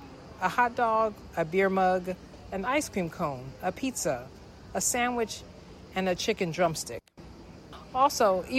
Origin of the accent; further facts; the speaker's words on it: Pennsylvania, United States; I come from Pennsylvania